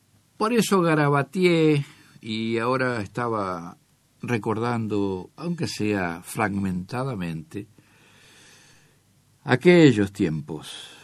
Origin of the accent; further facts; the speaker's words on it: Verónica, Buenos Aires Province, Argentina; en mi pueblo, en Verónica, Punta Indio, provincia de Buenos Aires.